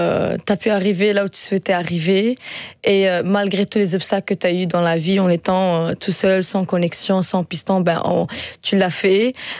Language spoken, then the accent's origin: French; Belgium; lorsqu'on vient de différentes origines, mais en plus de ça, lorsqu'on est belge aussi, ça permet aussi d'avoir cette ouverture-là envers le monde extérieur